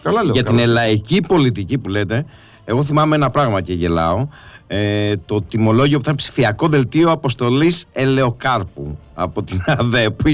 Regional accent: Athens, Attica, Greece; born there; Έχω γεννηθεί στην Αθήνα, Μπελόγιο.

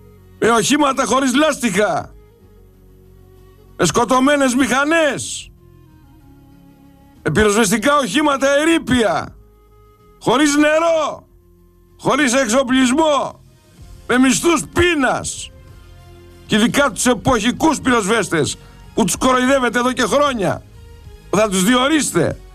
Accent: Mani, Peloponnese, Greece; born or raised there; moved away

